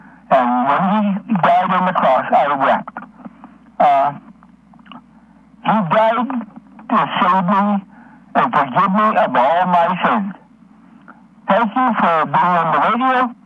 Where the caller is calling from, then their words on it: Cranbrook, British Columbia, Canada; I'm calling from Cranbrook, British Columbia, Canada.